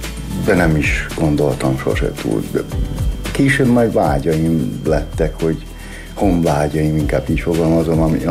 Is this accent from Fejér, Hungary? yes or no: no; Szabolcs-Szatmár-Bereg, Hungary; born there; also born or lived in Nyírbátor